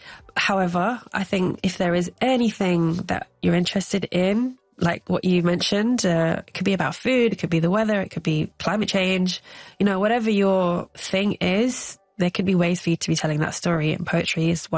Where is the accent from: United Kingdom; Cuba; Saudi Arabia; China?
United Kingdom; London; I grew up, you know, as a Londoner.